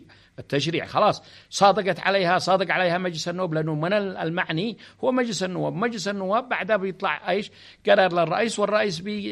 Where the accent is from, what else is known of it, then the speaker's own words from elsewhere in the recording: Yemen; أنا مواطن يمني